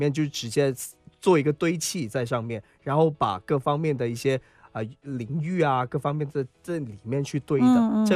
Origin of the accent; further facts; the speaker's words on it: Guangzhou, Guangdong, China; 我们广州人讲的